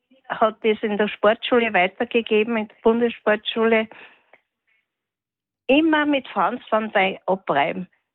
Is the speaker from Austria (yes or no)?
yes; Obertraun, Upper Austria, Austria; Ich bin in Obertraun am Hallstätter See aufgewachsen.